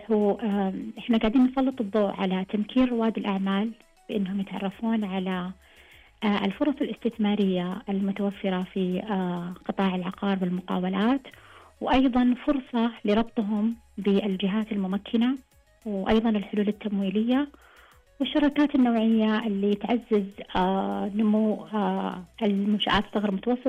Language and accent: Arabic; Saudi Arabia